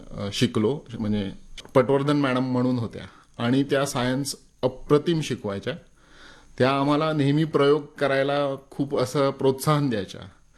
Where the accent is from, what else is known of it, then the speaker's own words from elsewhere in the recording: Pune, Maharashtra, India; मी मूळचा पुण्याचा आणि माझं शिक्षण BSc पर्यंत पुण्यात झालं.